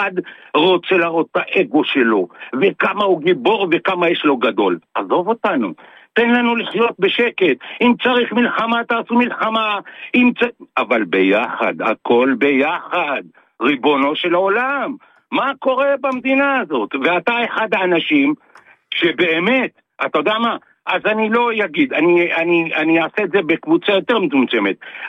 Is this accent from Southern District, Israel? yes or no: no; Ra'anana, Central District, Israel; אני מרעננה. תשמע.